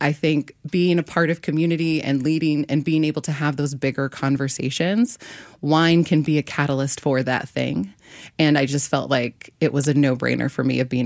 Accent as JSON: {"language": "English", "region": "California", "country": "United States", "tie": "born or raised there", "said": "… came from the street that I grew up on in the Bay Area."}